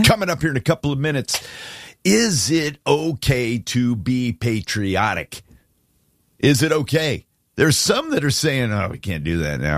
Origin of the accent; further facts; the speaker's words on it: Alaska, United States; moved away; where I was raised in Alaska, 66 is called balmy.